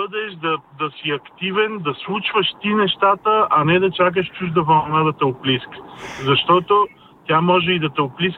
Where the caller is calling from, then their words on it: Sofia, Sofia City, Bulgaria; Добро утро, Боги … съм от София.